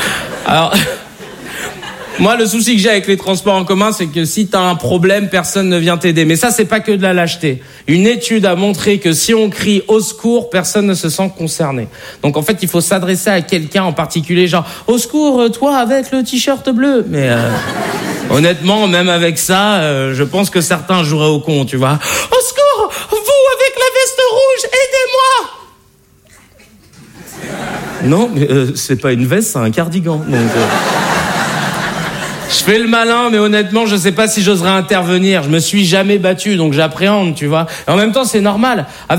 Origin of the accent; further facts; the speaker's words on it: Paris, Île-de-France, France; Vous savez, j'ai grandi à Paris dans le 19e. Et ensuite, j'ai déménagé dans une ville qui s'appelle Arcueil, au sud de Paris.